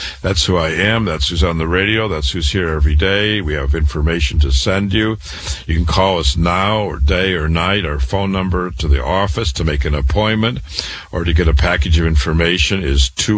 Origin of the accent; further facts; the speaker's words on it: Waterloo, Iowa, United States; I'm a cancer doctor. I was born and raised in Waterloo, Iowa. I went to public school there, university there